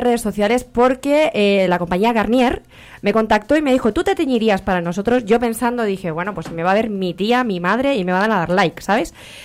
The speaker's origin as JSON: {"language": "Spanish", "region": "Catalonia", "country": "Spain", "moved": "yes", "said": "Soy catalana, parlo catalá"}